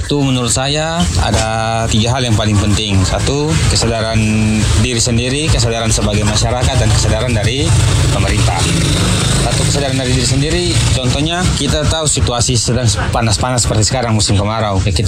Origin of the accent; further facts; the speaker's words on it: Kupang, East Nusa Tenggara, Indonesia; saya dari Nemata, Penfui.